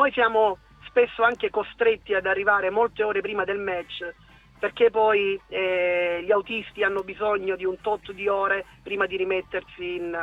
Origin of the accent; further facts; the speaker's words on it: San Pancrazio Salentino, Apulia, Italy; In realtà partiamo, insomma, da San Pancrazio, insomma, dalle nostre parti